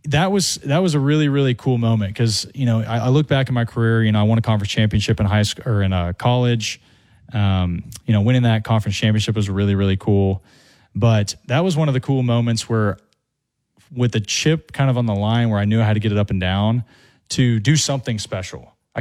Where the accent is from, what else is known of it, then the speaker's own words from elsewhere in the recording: Tulsa, Oklahoma, United States; For all places, being in Tulsa, Oklahoma, which is my hometown